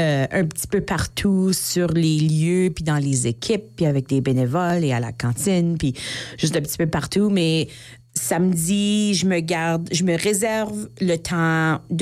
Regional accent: Saint-Labre, Manitoba, Canada; chez nous, à Saint-Labre

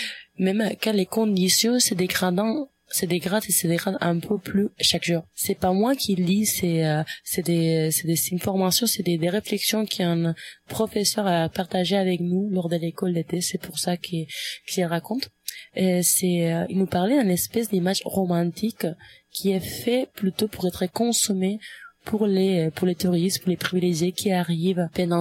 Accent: Spain; French is a second language

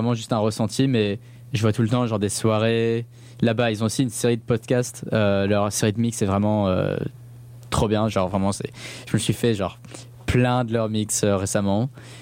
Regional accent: Blackburn, North West England, United Kingdom; parce que j'ai grandi à Blackburn, c'est vraiment un patelin.

